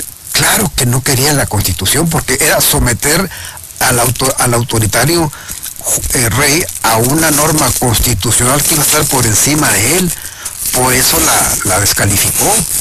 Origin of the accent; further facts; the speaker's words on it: Mexico; Entonces el ser humano aspira a eso, pero como mexicanos, ¿qué somos? Pues no somos una monarquía, no tenemos un rey.